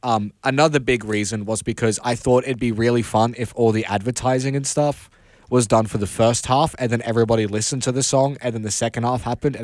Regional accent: Salisbury, South Australia, Australia; I'm from Salisbury, so I'm from the Hood

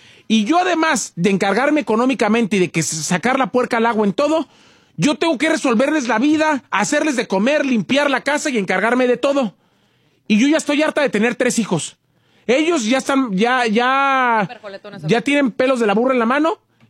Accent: Romita, Guanajuato, Mexico; En julio voy a mi pueblo Romita, Guanajuato por 10 días.

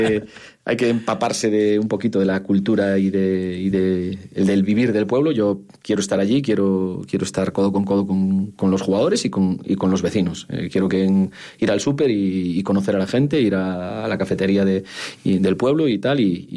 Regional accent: Ribadavia, Galicia, Spain; un pueblo pequeño como mi pueblo, como Rivadavia

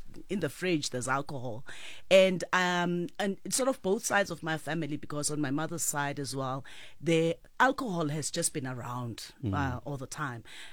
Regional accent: Eswatini; born there; I was born in Eswatini, Swaziland then. My parents were originally from here.

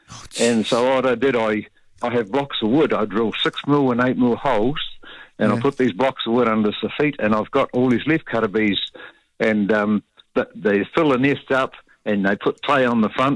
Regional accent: Timaru, Canterbury, New Zealand; I'm here from Timaru, and I'm a keen gardener.

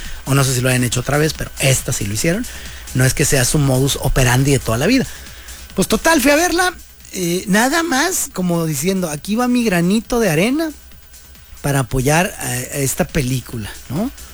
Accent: Mexico; Entonces, nuestro deber como mexicanos

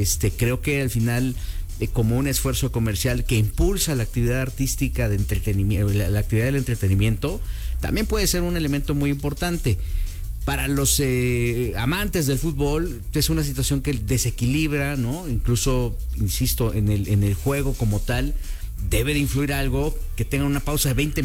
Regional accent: Mexico

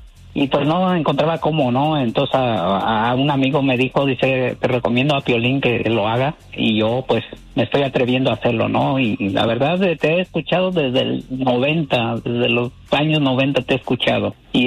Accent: Honduras; Así somos las hondureñas, así somos, hablamos

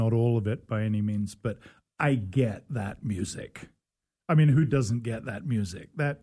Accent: England, United Kingdom; I'm an English guy. I grew up in the 80s in England, you know, new wave and punk and all that kind of stuff.

